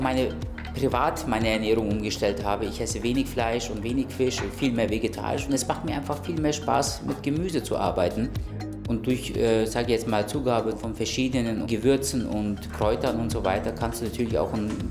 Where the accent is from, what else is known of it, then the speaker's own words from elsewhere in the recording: Eastern Anatolia, Turkey; ich bin im Dorf aufgewachsen, in Ostanatolien. Das Dorf besteht aus 6 Lehmhäusern.